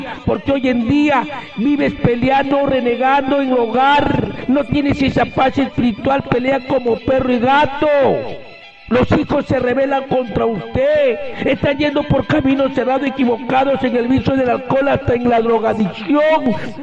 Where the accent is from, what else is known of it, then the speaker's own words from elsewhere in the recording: Huancabamba, Piura, Peru; ha sido al mismo Piura y hasta el mismo Laguna El Rey en Huancabamba, mi tierra.